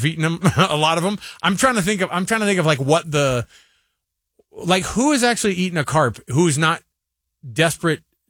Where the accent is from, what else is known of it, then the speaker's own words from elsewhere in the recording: the South, United States; now in Utah, United States; I grew up in the South enough too